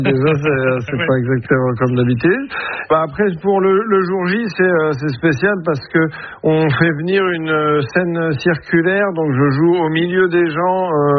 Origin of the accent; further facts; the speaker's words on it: Normandy, France; On est normand, quoi, tu vois.